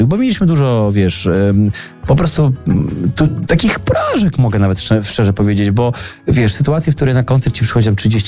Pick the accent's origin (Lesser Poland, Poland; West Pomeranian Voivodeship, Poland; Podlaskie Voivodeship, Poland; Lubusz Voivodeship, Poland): Lubusz Voivodeship, Poland; Zielona Góra; No ale no, wiecie, Zielona Góra, moje rodzinne miasto.